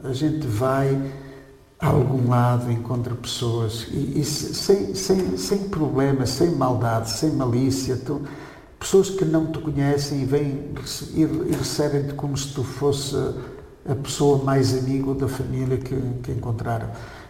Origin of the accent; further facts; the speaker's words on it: Lamego, Norte, Portugal; moved away as an adult; eu sou da Diocese de Lamego, a Diocese de Lamego tem 2.500 quilómetros quadrados